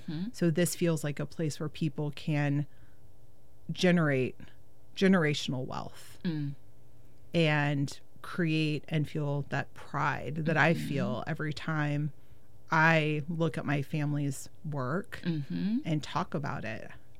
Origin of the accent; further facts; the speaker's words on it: Lake Lobish, Oregon, United States; my first, like, 4 years of childhood were spent in this area called Lake Lobish. It was north of Silverton, and my parents purchased this house without indoor plumbing